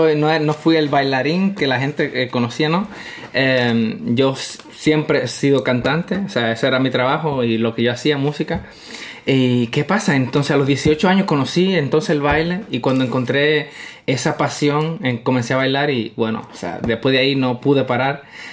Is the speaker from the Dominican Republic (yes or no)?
yes; Dominican Republic; now in Ludwigsburg, Germany; yo soy de República Dominicana, mi gente. Vivo aquí en Stuttgart, bueno, Ludwigsburg.